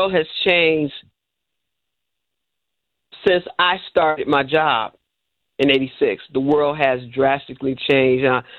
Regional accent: the North, United States; we were kids from the North. My brothers were from the North.

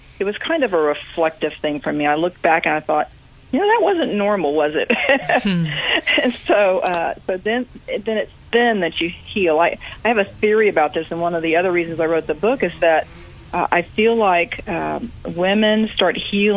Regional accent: San Antonio, Texas, United States; moved away; But then I had an offer to go back to San Antonio, which is my hometown

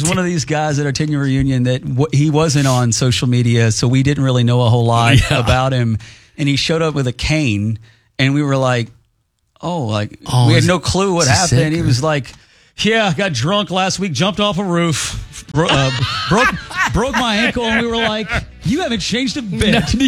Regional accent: Kentucky, United States; I grew up in Bullitt County. It's where I live now, where my kids go to school.

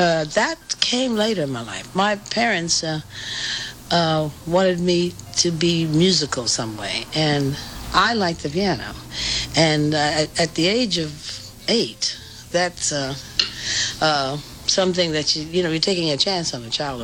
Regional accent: New York, United States; also born or lived in Chicago; So I decided to go back home. I said, if I can do what I'm doing in Chicago, I certainly can do it in my hometown, New York, which I did. I came back

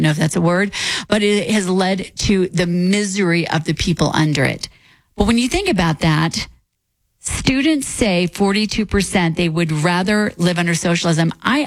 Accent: Denver, Colorado, United States; born there; growing up on Lowry Air Force Base

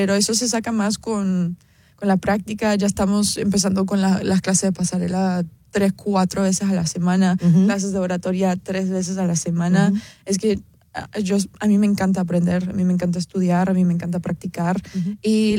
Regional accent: Cuba; Obviamente yo soy cubana, libertad. Y además soy reina de belleza.

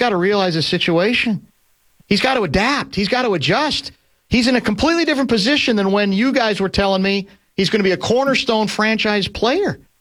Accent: Gary, Indiana, United States; I grew up, you know, I was born in Gary. I've seen basketball games at Hammond High, for God's sake.

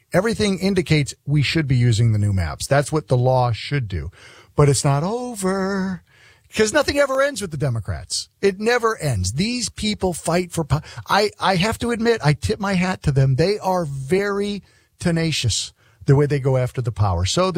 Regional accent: New England, United States; moved away; I'm originally from New England.

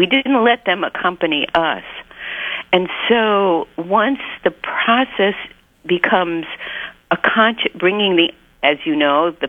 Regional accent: Madison, Wisconsin, United States; We are from Madison, Wisconsin.

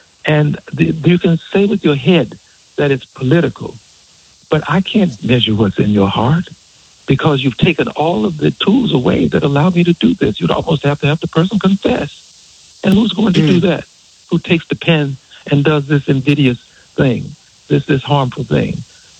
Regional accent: New Orleans, Louisiana, United States; born there

